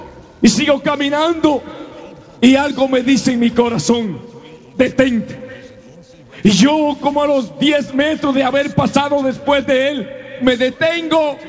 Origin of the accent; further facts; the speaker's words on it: Dominican Republic; En una ocasión voy caminando por las calles de una ciudad de mi pueblo.